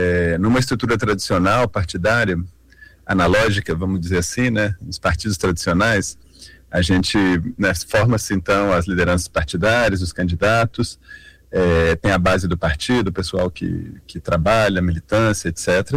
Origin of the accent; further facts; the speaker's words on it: Belo Horizonte, Minas Gerais, Brazil; Eu sou de Belo Horizonte